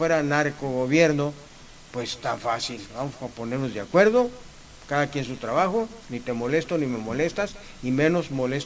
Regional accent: Sinaloa, Mexico; quisiera decir que mi tierra, Sinaloa

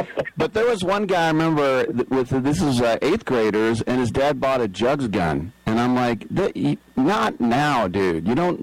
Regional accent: California, United States; and growing up in California, I didn't have hockey.

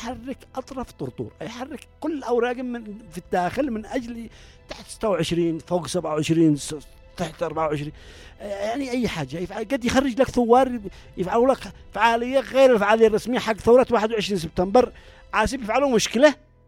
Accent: Yemen

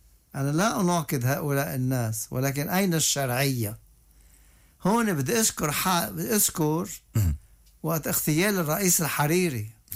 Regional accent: Lebanon; نحن بلبنان كلبنانيين عنا تصور للدولة على طريقة صدام حسين وستالين والقذافي

